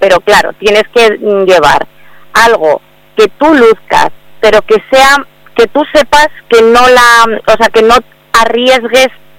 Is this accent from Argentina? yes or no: no; San Sebastián, Basque Country, Spain; voy a Donosti en enero con … que está en el Victoria Eugenia, que estoy contenta de cantar por fin en mi tierra.